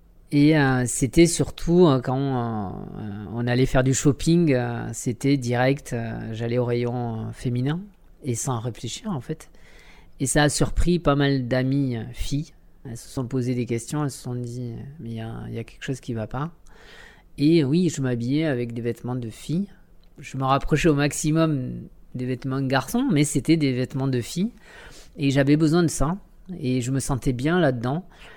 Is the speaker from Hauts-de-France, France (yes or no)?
no; Itsassou, Nouvelle-Aquitaine, France; je suis d'Itsassou, oui. Alors j'ai voyagé un peu partout, mais là, pour faire ma transition, j'avais vraiment envie de revenir aux sources